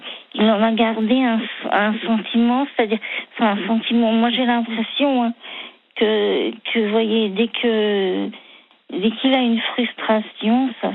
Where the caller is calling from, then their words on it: Brittany, France; Je suis en Bretagne.